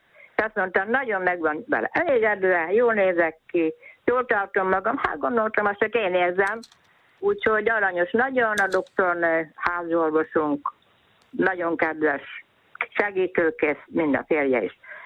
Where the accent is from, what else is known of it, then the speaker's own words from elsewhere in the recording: Tiszaszöllős, Jász-Nagykun-Szolnok, Hungary; born there; Neki születtem, drága, és 51-be.